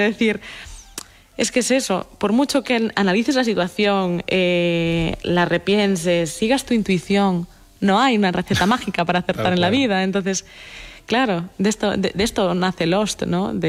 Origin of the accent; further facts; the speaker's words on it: Galicia, Spain; Y yo como buena gallega, también.